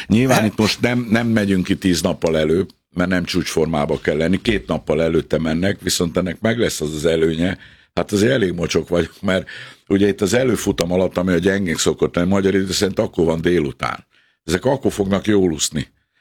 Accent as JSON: {"language": "Hungarian", "country": "Hungary"}